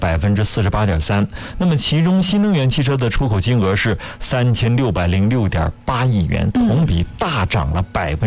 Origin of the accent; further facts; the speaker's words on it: China; 我特别自豪作为中国人